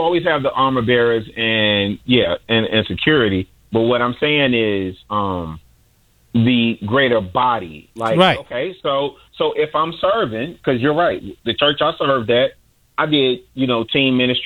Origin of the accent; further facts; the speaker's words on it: Chicago, Illinois, United States; moved away as an adult; also born or lived in Atlanta / Detroit; I'm born and raised in Chicago. I grew up in Roseland. I lived in Atlanta for 20 years.